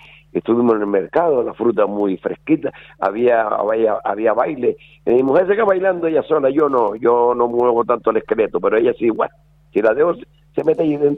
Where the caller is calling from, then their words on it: Las Palmas de Gran Canaria, Canary Islands, Spain; Porque yo vivo en Los Giles